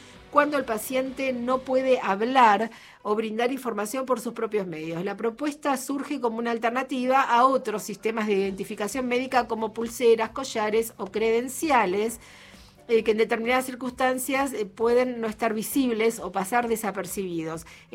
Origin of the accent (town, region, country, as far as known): Argentina